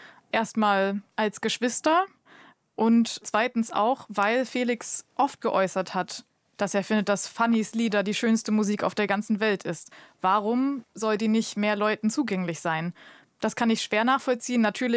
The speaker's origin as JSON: {"language": "German", "town": "Dortmund", "region": "North Rhine-Westphalia", "country": "Germany", "tie": "born or raised there", "said": "Und wir sind ziemlich eigentlich in der Oper in Dortmund aufgewachsen"}